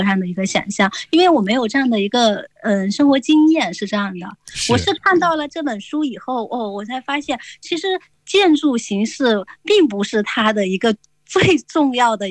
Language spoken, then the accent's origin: Chinese; Hunan, China; now in Beijing, China; 我是湖南人，那我们就不会有一个院子是像四合院这样规整的，因为我们的地理形态也不太一样吧。不是平原地区